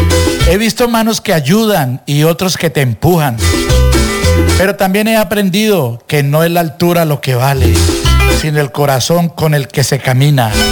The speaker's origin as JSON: {"language": "Spanish", "country": "Colombia", "moved": "yes", "said": "No solamente somos colombianos, somos latinos"}